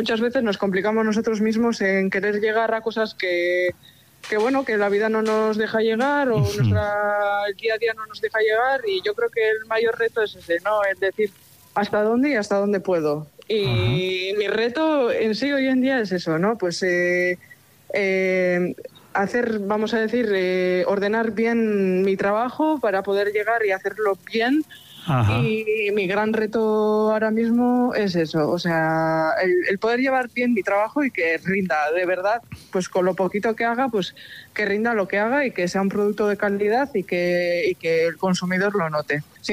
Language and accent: Spanish; Hernani, Basque Country, Spain; soy de Hernani, del caserío Arriatzu, y bueno, soy agricultora y ganadera. Bueno, soy la cuarta generación en este caserío